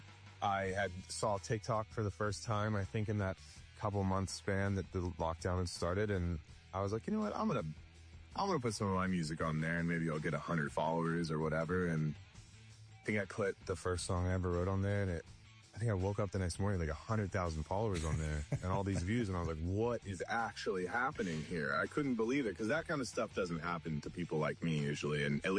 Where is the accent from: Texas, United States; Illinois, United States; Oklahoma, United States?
Texas, United States; I grew up in Texas, and I had taken a job offer in Fort Wayne, Indiana